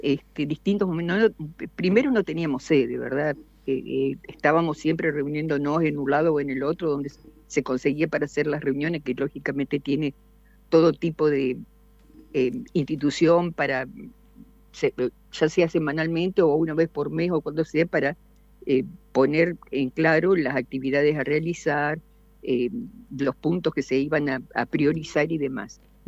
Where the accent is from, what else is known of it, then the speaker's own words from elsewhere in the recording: Entre Ríos, Argentina; como buen argentino, como buen entrerriano